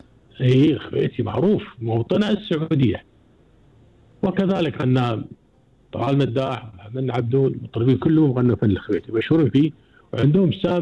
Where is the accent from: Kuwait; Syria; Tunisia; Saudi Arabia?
Kuwait; عندنا في الكويت